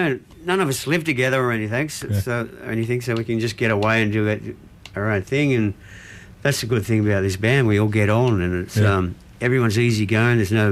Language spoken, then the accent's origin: English; Kogarah, New South Wales, Australia; But we grew up in Cogra, down, Cogra, like Brighton area and all that. We grew up around there